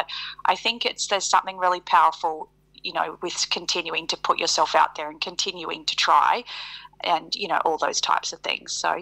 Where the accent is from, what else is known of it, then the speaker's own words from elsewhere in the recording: Northern Territory, Australia; moved away as an adult; now in Brisbane, Australia; So I grew up in the Northern Territory up until I was 18.